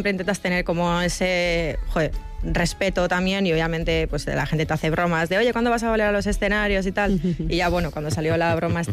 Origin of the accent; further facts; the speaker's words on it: Basque Country, Spain; somos las dos vascas